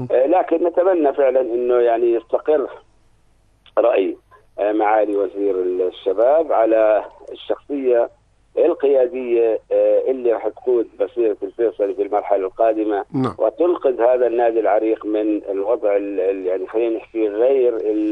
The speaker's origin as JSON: {"language": "Arabic", "country": "Jordan", "said": "إحنا كمنتخب أردني"}